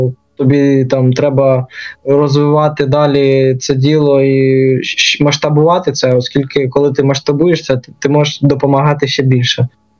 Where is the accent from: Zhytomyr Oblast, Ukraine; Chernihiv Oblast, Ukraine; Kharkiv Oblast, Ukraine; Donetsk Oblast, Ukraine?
Kharkiv Oblast, Ukraine; Kharkiv; я сам з Харкова